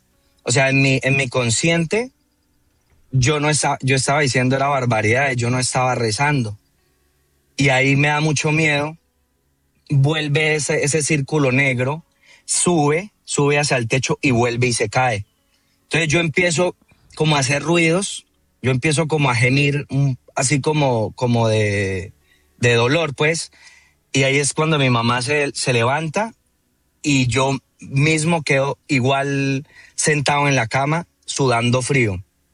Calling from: Villavicencio, Meta, Colombia; yo soy de Villavicencio.

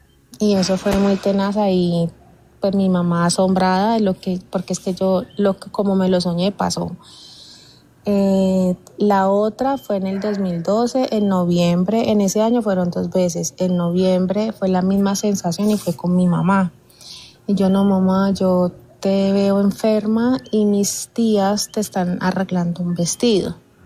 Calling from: Yumbo, Valle del Cauca, Colombia; yo vivo en Yumbo

